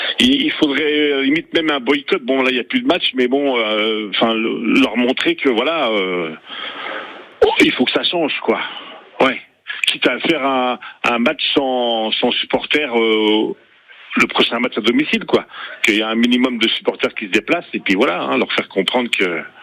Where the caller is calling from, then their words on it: Normandy, France; Oui, bonsoir. Oui, je suis bien de Normandie, mais là je suis en Lorraine parce que je suis en famille.